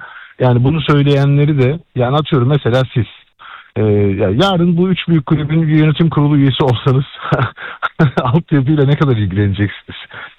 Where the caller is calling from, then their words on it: Istanbul, Turkey; İstanbul'dan arıyorum.